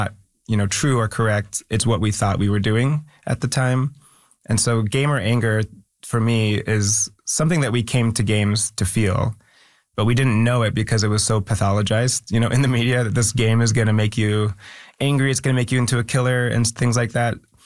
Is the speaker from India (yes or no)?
no; Philippines